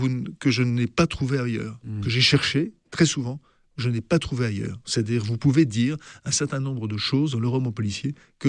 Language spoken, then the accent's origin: French; Étretat, Normandy, France; born or raised there; moved away